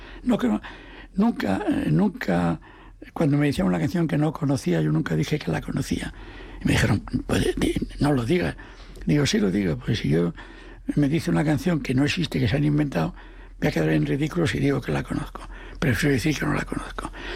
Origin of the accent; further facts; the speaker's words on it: Asturias, Spain; Como yo soy asturiano